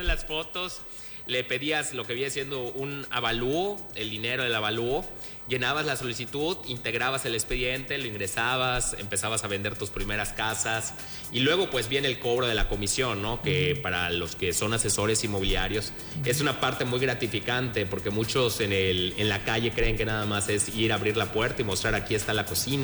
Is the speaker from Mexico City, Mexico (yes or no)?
no; Yucatán, Mexico; soy yucateco de muchas generaciones atrás.